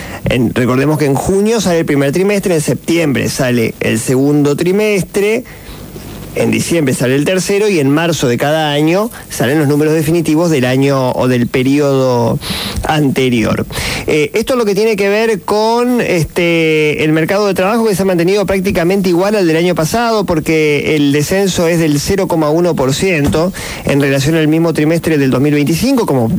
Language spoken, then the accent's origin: Spanish; Argentina